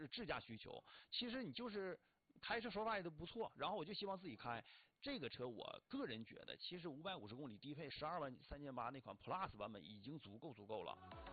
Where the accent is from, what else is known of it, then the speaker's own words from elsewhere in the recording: Northeast China, China; 作为东北人来说